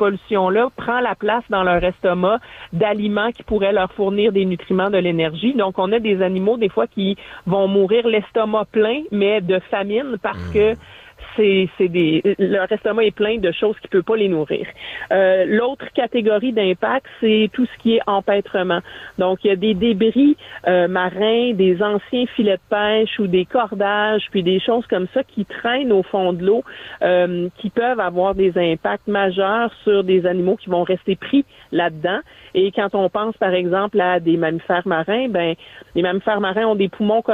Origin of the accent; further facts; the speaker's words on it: Rimouski, Quebec, Canada; moi, je viens de Rimouski